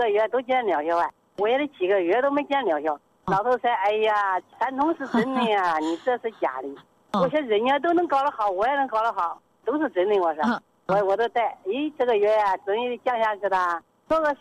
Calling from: Tianmen, Hubei, China; 我是天门江湖农场的。

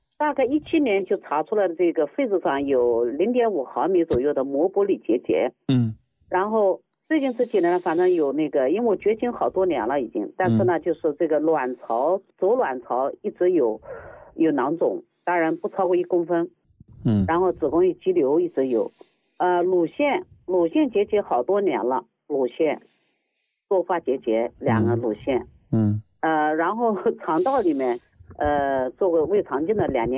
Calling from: Jiangsu, China; 我是江苏的。

